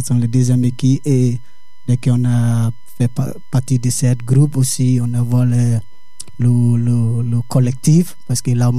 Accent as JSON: {"language": "French", "country": "Liberia", "second_language": "French", "moved": "yes", "lives_now": "France", "said": "anglais. Je viens du Liberia."}